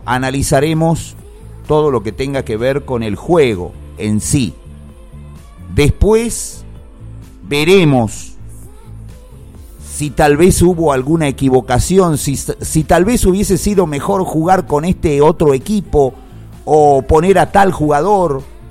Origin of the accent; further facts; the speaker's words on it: Argentina; como argentino orgulloso que me considero